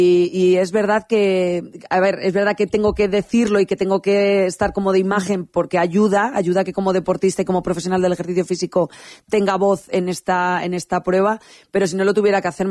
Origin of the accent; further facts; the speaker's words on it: Alcázar de San Juan, Castilla-La Mancha, Spain; la protectora de mi pueblo, Animalcázar